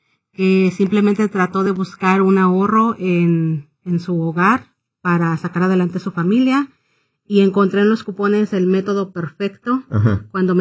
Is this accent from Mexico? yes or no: yes; Tonatico, State of Mexico, Mexico; now in Waukegan, United States; yo soy de México, del Estado de México, un, sí, lugar que se llama Tonatico.